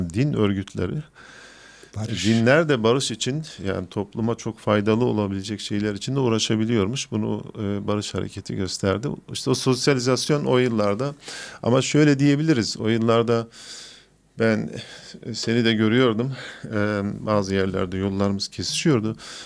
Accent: Nuremberg, Bavaria, Germany; Ama ben 80'li yıllarda Nürnberg'de gençliğim geçti.

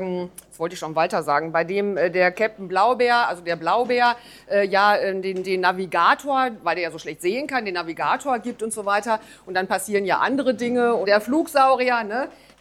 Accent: North Rhine-Westphalia, Germany; ich bin gebürtig aus dem Sauerland, das ist so eine Waldgegend in Nordrhein-Westfalen

